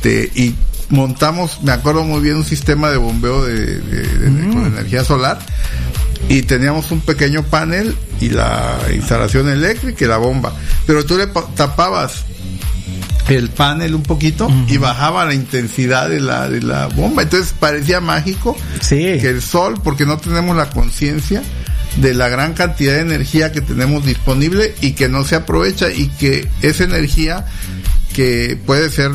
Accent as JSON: {"language": "Spanish", "town": "Tuxtla Gutiérrez", "region": "Chiapas", "country": "Mexico", "also_born_or_lived": "Yucatán / Monterrey / Mexico City", "moved": "yes"}